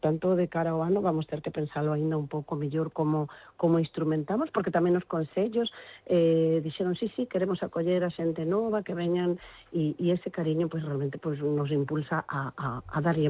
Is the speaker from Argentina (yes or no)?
no; Uruguay; Galician is a second language; now in Spain; eu son de Uruguai, pero sempre atopaba que os mellores contadores, as mellores contadoras de historias eran todas de Galicia, cando eu ademais mesmo cheguei a vivir aquí